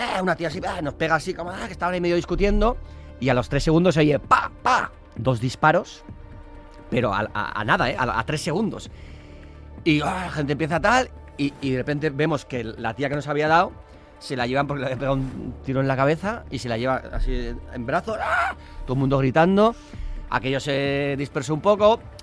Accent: San Sebastián, Basque Country, Spain

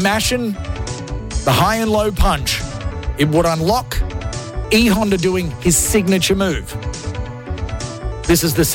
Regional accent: Gold Coast, Queensland, Australia; They actually filmed it in my hometown of the Gold Coast.

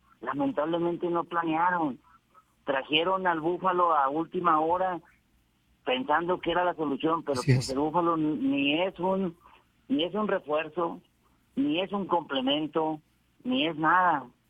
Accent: Monterrey, Nuevo León, Mexico; yo soy de Monterrey

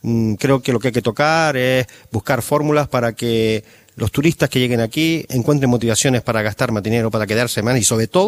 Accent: San Bartolomé de Tirajana, Canary Islands, Spain; Yo soy del sur. Tú sabes que yo soy del sur de Gran Canaria, soy de San Bartolomé, de Tirajana.

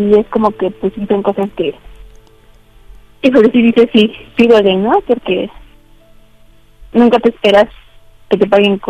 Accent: Magdalena Contreras, Mexico City, Mexico; 31 años y soy la Magdalena Contreras.

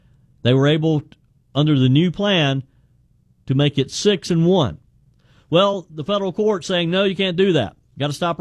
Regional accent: South Carolina, United States; Here in my home state of South Carolina, we are in the middle of a special session.

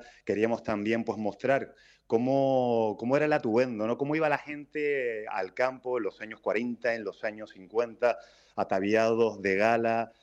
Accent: Santa Cruz de Tenerife, Canary Islands, Spain; yo soy chicharrero. Vivo en La Salle, tardo 3 minutos en llegar caminando al estadio.

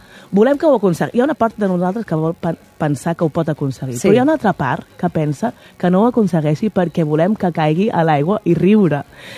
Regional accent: Hostalets de Balenyà, Catalonia, Spain; El meu poble, Hostalets de Balenyà, va participar-hi. Va participar-hi l'any 2001, jo tenia 10 anys.

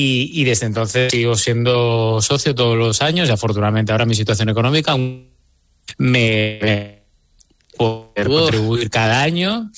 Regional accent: Gijón, Asturias, Spain; moved away; also born or lived in Salamanca; ponen la dirección de Gijón. Que también te digo una cosa, a mí me presta poner la dirección de Gijón porque, al igual que el Sporting, es lo que más me acerca, ¿no?, a mi tierra.

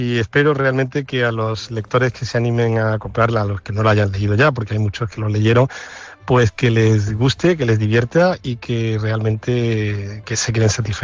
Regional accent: Lucena, Andalusia, Spain; moved away as an adult; porque yo considero a Lucena como mi pueblo, aunque no nací allí, pero me he pasado allí pues desde los 13 meses hasta los 18 años.

